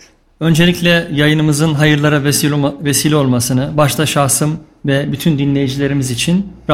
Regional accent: Uşak, Turkey; moved away as an adult; also born or lived in Kastamonu; now in Kayseri, Turkey; 1982 Uşak doğumluyum. İlk orta lise öğrenimimizi memleketimizde tamamladık.

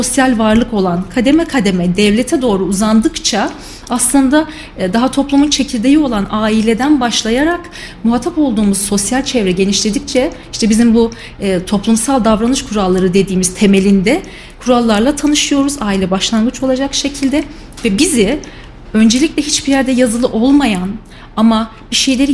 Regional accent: Eskişehir, Turkey; born there; now in Kayseri, Turkey; 1982 yılı Eskişehir'de doğdum. İlk ve orta öğretimde farklı şehirlerde, farklı okullarda okudum.

